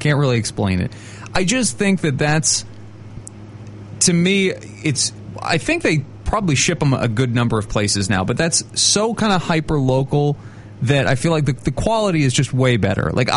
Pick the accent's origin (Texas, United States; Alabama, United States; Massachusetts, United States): Massachusetts, United States; Walpole; I was not a full-time resident of the South Shore as a child. I grew up in Walpole